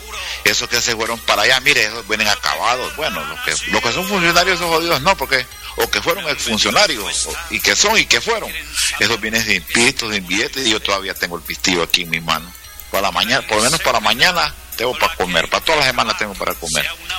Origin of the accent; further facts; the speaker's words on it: Lloró, Chocó, Colombia; Entonces yo disfruto nuestras tierras, cuando estoy en mi pueblo, cuando voy al río, un río precioso que tenemos nosotros, cuando voy a las montañas, cuando voy, por ejemplo, allí a Llorito, a la, ¿cómo se llama? A la Gradas, ver a todo el municipio